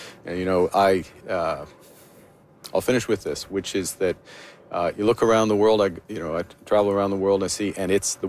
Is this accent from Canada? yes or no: yes; Canada; because we're Canadian